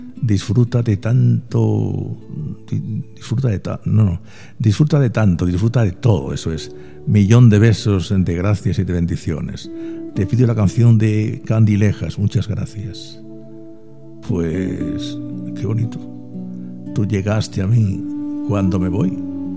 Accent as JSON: {"language": "Spanish", "country": "Spain"}